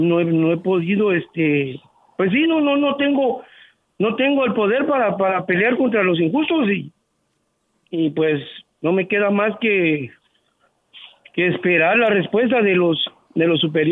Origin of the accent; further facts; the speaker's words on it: Guatemala; born there; yo orgullosamente nací en la tierra del Quetzal.